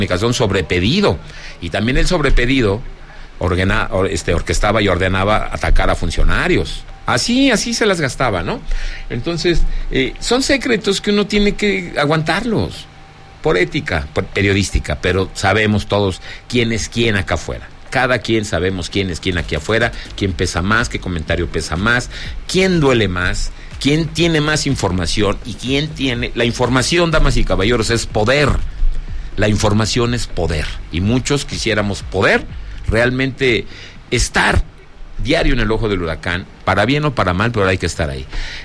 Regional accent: Zacatecas, Mexico; porque yo estoy y vivo en Zacatecas. ¿Cómo ven? Es muy sencillo, ¿no? Esto se llama mi tierra Zacatecas, yo hablo de Zacatecas, no se llama mi tierra Coahuila.

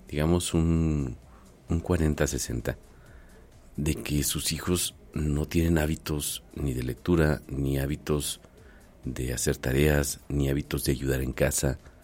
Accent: Mexico; cómo somos nosotros mexicanos

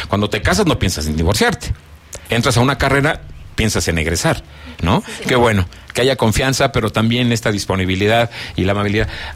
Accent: Zacatecas, Mexico; mi tierra Zacatecas.

